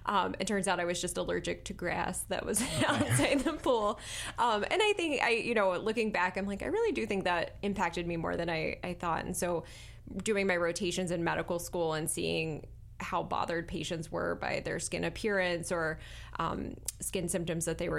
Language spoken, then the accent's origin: English; Virginia, United States; I grew up in Virginia. I actually did medical school at the University of Virginia and came up to Vermont for my dermatology residency.